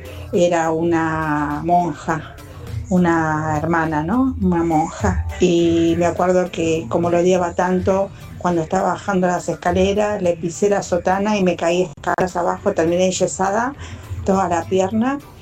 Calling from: Buenos Aires, Argentina; de Mataderos.

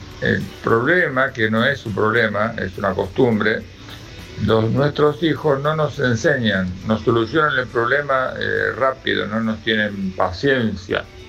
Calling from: Los Polvorines, Buenos Aires Province, Argentina; de los Polvorines.

